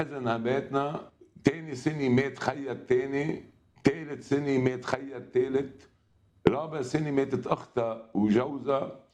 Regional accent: Lebanon; ما ربيت بجو عائلة فيها سلام، لأنه بعمري كان في حروب بلبنان، وما بعرف أكتريكن سامع عن الحرب الأهلية بلبنان. وبحرب الأهلية كان عمري 15 سنة

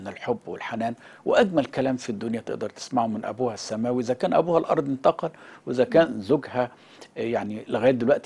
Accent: Upper Egypt, Egypt; انا صعيدي، انا ابا عن جد صعيدي، مراتي دي لازم طلباتها تستجاب

